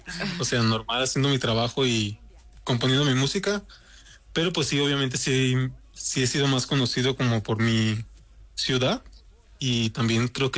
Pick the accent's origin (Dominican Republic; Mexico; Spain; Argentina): Mexico; León, Guanajuato; Soy de León, Guanajuato.